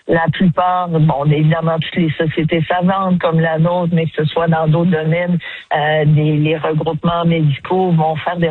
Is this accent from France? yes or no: no; Canada; notre pays, le Canada.